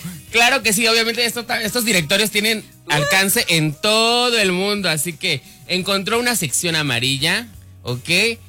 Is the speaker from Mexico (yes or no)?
yes; Mexico; hoy somos bien mexicanos.